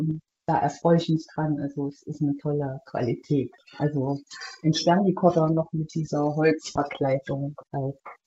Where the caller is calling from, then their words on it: Erfurt, Thuringia, Germany; ich rufe aus Erfurt an.